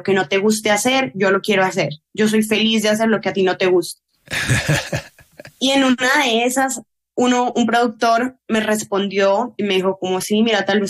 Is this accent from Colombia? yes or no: yes; Colombia; moved away as an adult; yo me fui de Colombia, mi mamá me apoyó mucho, tuve muchas becas de la universidad a la que apliqué